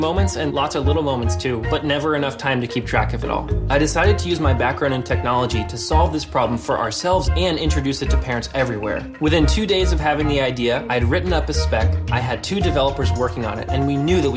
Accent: Newton, Massachusetts, United States; I'm from Newton, Massachusetts.

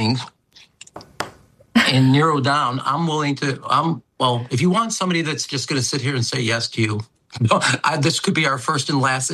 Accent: Chicago, Illinois, United States; Now, I'm from Chicago. We think we kind of understand corruption

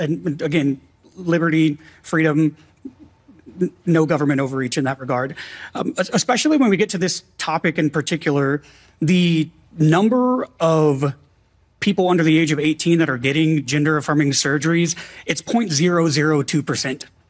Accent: Rosenberg, Texas, United States; now in Dallas, United States; Rosenberg, Texas.

